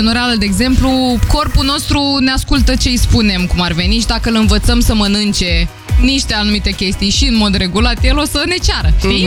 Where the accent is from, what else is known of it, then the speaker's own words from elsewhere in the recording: Romania; noi ca oameni, ca români, nu ne aducem aportul ăsta de proteine destul.